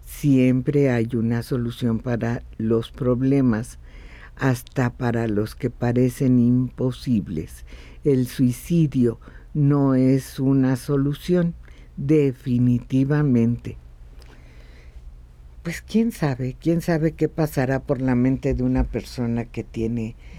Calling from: Naucalpan, State of Mexico, Mexico; de Naucalpan, en el Estado de México.

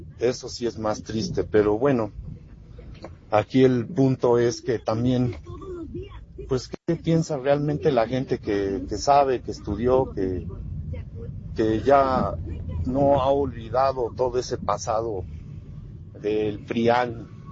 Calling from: Puebla, Mexico; vivo en Puebla.

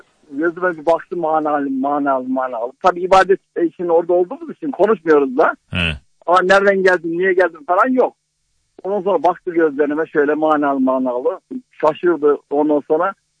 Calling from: Ankara, Turkey; Ankara'dan.

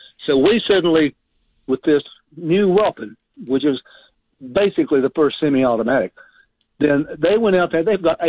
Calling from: Georgia, United States; I'm a Georgia resident, actually

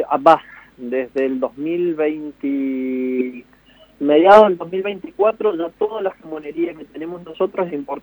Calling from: Mendoza, Argentina

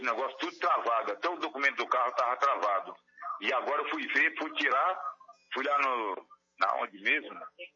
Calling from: Cubatão, São Paulo, Brazil

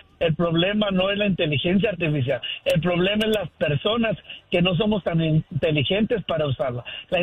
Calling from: Stockton, California, United States; Aquí desde Stockton, California.

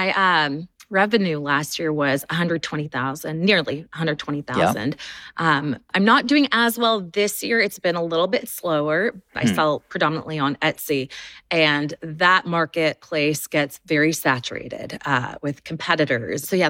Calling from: Houston, Texas, United States; I'm calling from Houston, Texas, where it is 1,000 degrees.

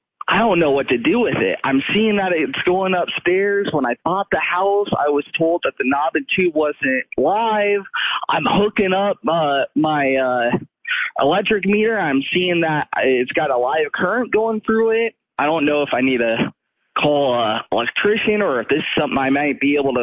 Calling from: Lincoln, Nebraska, United States; Lincoln, Nebraska.

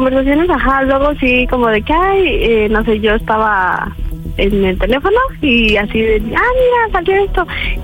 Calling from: State of Mexico, Mexico; Tengo 22 años y soy del Estado de México.

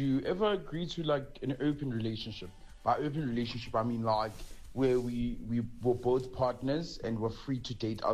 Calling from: Cape Town, Western Cape, South Africa; I'm from Cape Town.

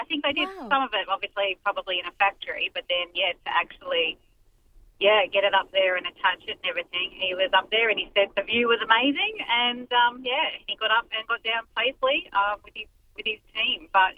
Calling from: Melbourne, Victoria, Australia

